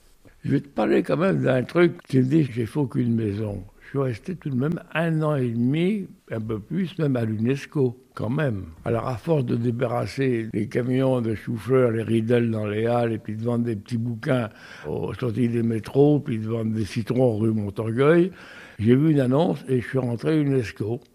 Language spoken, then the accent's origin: French; Île-de-France, France; moved away as an adult; Ben, nous venons de la région parisienne.